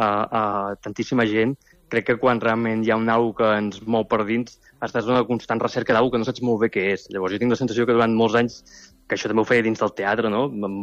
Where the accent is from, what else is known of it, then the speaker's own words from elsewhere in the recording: Mataró, Catalonia, Spain; I jo, que sóc de Mataró i hem amat pirotècnia des de ben petit, i l'olor pólvora em transporta en un lloc molt maternal i molt nostàlgic i molt bonic